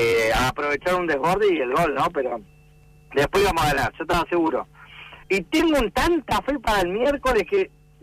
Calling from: Comodoro Rivadavia, Chubut, Argentina

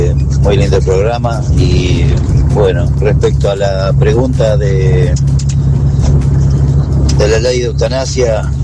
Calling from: Carabelas, Buenos Aires Province, Argentina; de Carabelas.

